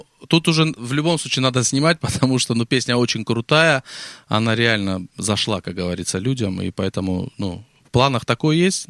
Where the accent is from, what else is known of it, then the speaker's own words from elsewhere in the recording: Armenia; Смотрите, я армянин. Я, естественно, пою восточные песни, там, кавказские песни, армянские песни.